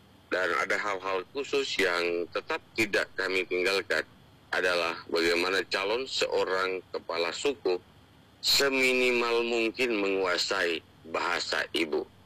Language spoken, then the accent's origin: Indonesian; Central Papua, Indonesia; Kami orang Mor sendiri